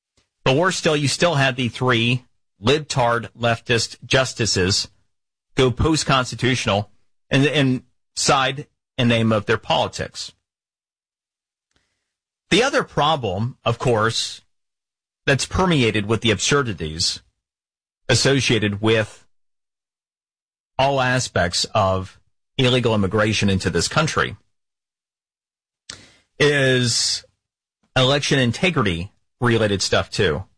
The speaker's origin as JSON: {"language": "English", "region": "Florida", "country": "United States", "tie": "born or raised there", "said": "For example, in my home state of Florida"}